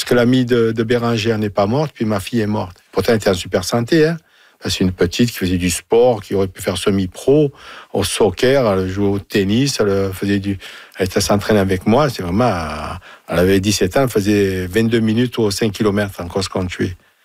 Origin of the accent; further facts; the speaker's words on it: Marseille, Provence-Alpes-Côte d'Azur, France; accent: Marseille; avec mon accent, je suis de Marseille, bien sûr.